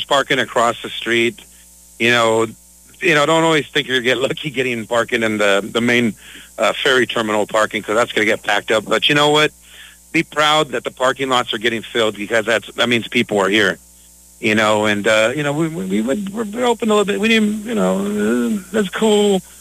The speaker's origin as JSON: {"language": "English", "town": "Riverside", "region": "California", "country": "United States", "moved": "yes", "said": "I come from Riverside. Also, you know, our families are from Arizona."}